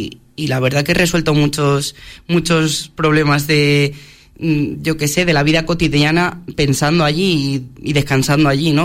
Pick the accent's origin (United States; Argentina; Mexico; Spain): Spain; Pedrajas de San Esteban, Castile and León; born there; now in Medina del Campo, Spain; yo soy de Pedrajas de San Esteban, no soy nacida aquí, uh-huh, y he vivido allí muchos años.